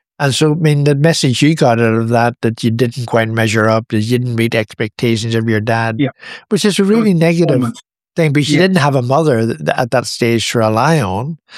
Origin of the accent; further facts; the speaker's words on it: Belfast, Northern Ireland, United Kingdom; I grew up in Belfast, and it was all bad in Belfast. That's not true, but it was certainly a pretty wild city when I was growing up.